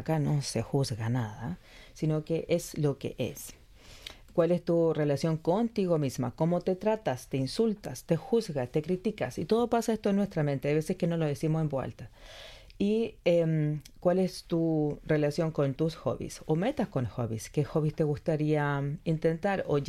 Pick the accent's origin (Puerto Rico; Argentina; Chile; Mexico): Chile; now in Australia; Yo soy chilena, por tanto ya tenía que empezar a hablar un español más neutro.